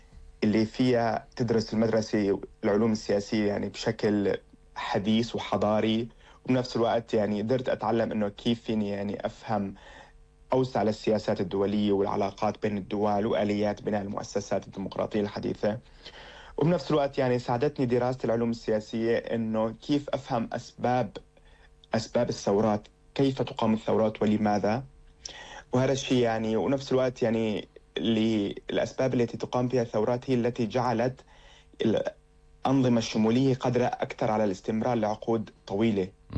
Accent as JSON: {"language": "Arabic", "country": "Syria", "moved": "as an adult", "lives_now": "Germany", "said": "مثل الإنجليزي إنه عندنا بسوريا درسنا."}